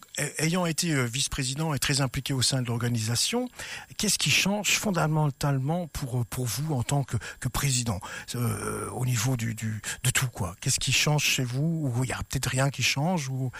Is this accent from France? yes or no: no; Belgium; à nous, la Belgique